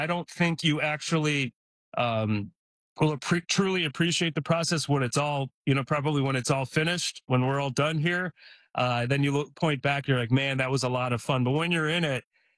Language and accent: English; Detroit, Michigan, United States; I grew up in Detroit, and I'm a Lions fan.